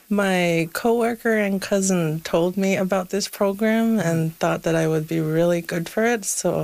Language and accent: English; Natuashish, Newfoundland and Labrador, Canada; I'm from Natwashish. I've been working with the school in Natwashish since 2008.